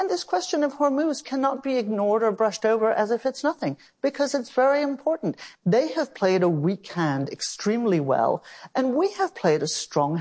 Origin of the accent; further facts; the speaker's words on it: Melbourne, Victoria, Australia; born there; moved away; I was born in Melbourne, Australia, a country that still exists.